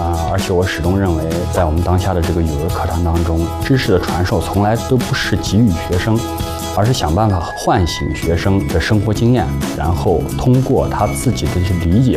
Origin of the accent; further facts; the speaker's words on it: Urumqi, Xinjiang, China; 我是来自新疆乌鲁木齐市的